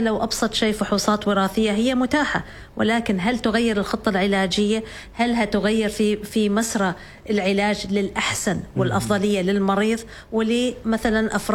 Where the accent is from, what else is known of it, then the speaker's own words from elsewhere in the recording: Oman; إحنا كمجتمع عماني مجتمع مسلم